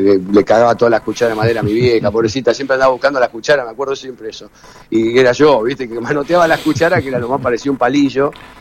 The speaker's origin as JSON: {"language": "Spanish", "town": "Haedo", "region": "Buenos Aires Province", "country": "Argentina", "tie": "born or raised there", "said": "yo soy de Aedo, ¿no? Oriundo de Aedo, de provincia de Buenos Aires, del oeste, y me acuerdo que siempre agarramos una calle que se llama Lavallol, que era por la cual vivíamos nosotros."}